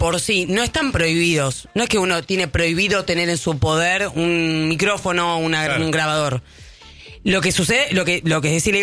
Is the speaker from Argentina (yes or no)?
yes; Argentina